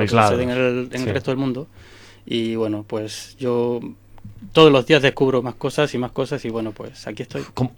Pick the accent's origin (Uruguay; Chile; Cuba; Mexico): Cuba; now in Spain; Soy un afortunado por venir de donde vengo, que vengo de Cuba. Y al final llegar a España y además ya tener como... después del tiempo que llevo viviendo aquí